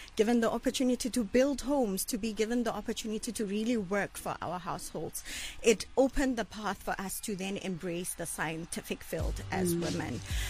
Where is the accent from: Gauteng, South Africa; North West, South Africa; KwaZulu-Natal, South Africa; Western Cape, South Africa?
Gauteng, South Africa; Soshanguve; also born or lived in Winterveld; I'm from Soshanguve. I grew up in Soshanguve.